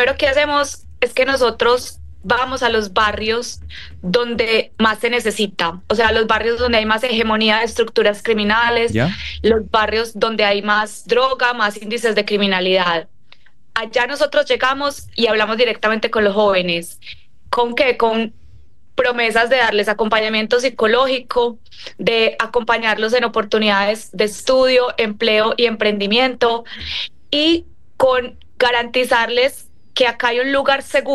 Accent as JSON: {"language": "Spanish", "town": "Medellín", "region": "Antioquia", "country": "Colombia", "tie": "born or raised there", "said": "Cualquier persona que vivimos, que crecimos en Medellín, sabemos distinguir si un estruendo que suena es pólvora o ala. Nosotros crecimos con miedo"}